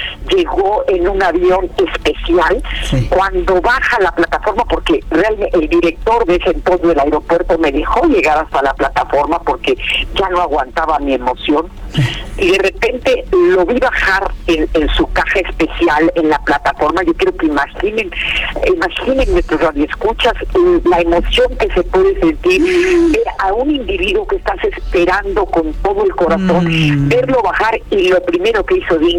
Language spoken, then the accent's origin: Spanish; Mexico; en mi país hay una situación muy difícil